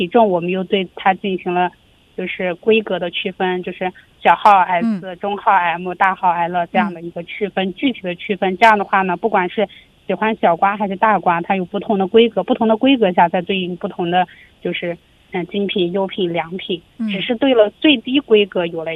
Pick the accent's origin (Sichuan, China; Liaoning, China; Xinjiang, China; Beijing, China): Xinjiang, China; 咱们新疆这边